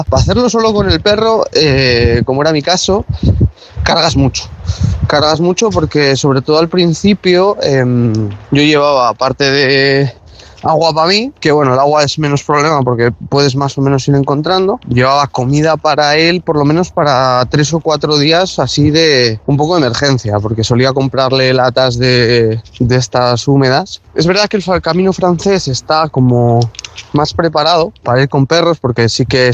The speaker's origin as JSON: {"language": "Spanish", "town": "Burgos", "region": "Castile and León", "country": "Spain", "said": "porque yo soy de Burgos y cuando llegué a Burgos paré casi 2 semanas con él"}